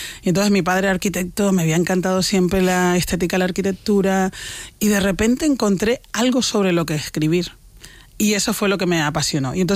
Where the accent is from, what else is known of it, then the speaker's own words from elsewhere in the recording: Canary Islands, Spain; also born or lived in Córdoba; Yo es que me siento muy canaria. Cordobesa también